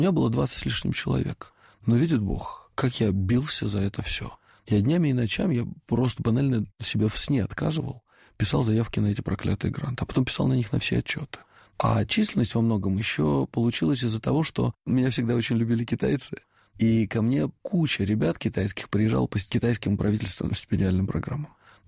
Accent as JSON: {"language": "Russian", "country": "Russia", "also_born_or_lived": "United Kingdom / Switzerland / United States", "moved": "as an adult", "said": "когда уезжал из России, не думал, что когда-нибудь сюда вернусь, и этого не желал. Я хотел уехать отсюда навсегда."}